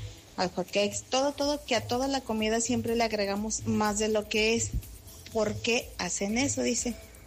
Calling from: Mexico; Que somos los mexicanos

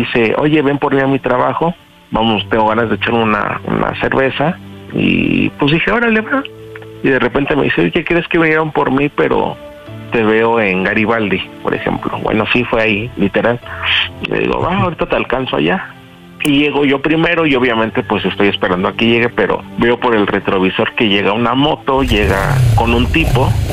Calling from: Mexico City, Mexico; Pues soy de la Ciudad de México, tengo 39 años.

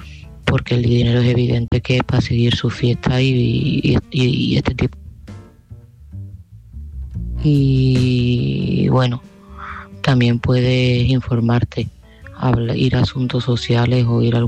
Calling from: Seville, Andalusia, Spain; de Sevilla

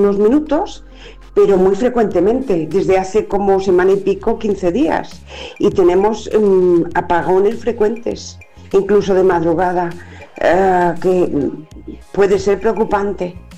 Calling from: Balearic Islands, Spain; yo vivo en la zona del vivero

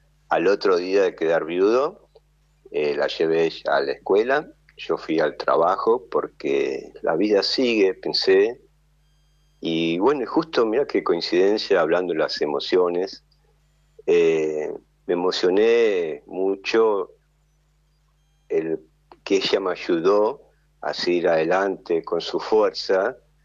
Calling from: Tolosa, Buenos Aires Province, Argentina; soy de Tolosa

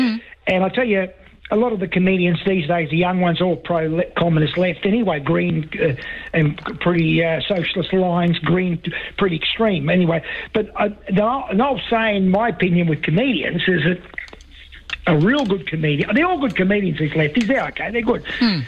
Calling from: Australia; I'm Australian, I'm Anglo-Saxon Australian.

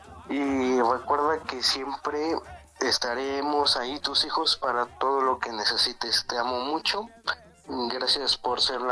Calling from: Tlalnepantla, State of Mexico, Mexico; De Tlalnepantla.

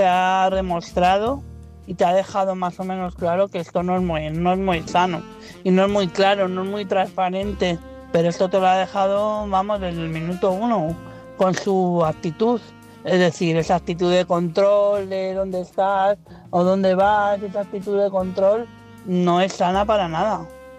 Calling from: Madrid, Community of Madrid, Spain; de Madrid.

